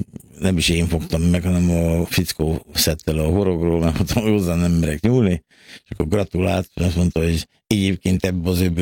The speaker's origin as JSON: {"language": "Hungarian", "country": "Hungary", "said": "mi magyarok vagyunk"}